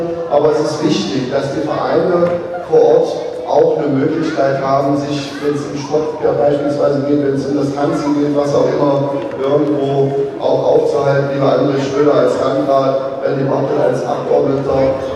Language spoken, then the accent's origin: German; Saxony-Anhalt, Germany; kleinen Dorf. Wir sind ein bisschen kleiner, wo ich groß geworden bin, 350 Einwohner.